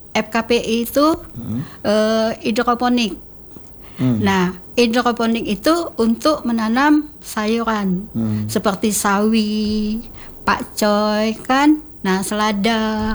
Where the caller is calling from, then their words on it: Palembang, South Sumatra, Indonesia; Saya dari Kelurahan Plaju Ulu, Kecamatan Plaju, Puskesmas Plaju.